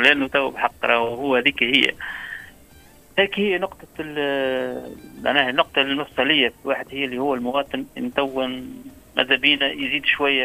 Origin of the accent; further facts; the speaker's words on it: Tunisia; تونس بلادنا